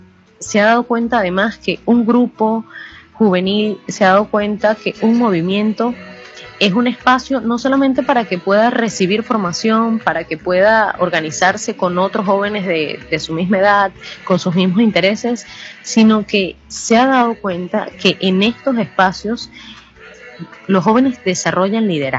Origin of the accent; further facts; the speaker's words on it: Venezuela; Yo creo que como Iglesia venezolana estamos llamados a esto, a ponernos en camino con los jóvenes